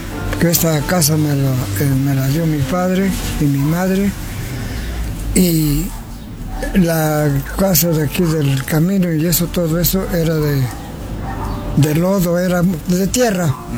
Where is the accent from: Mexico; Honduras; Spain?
Mexico; San Bartolo; Sí, yo soy aquí originario de San Bartolo, Ahora sí, como dijo aquel, el San Bartol es mío, no yo de San Bartol.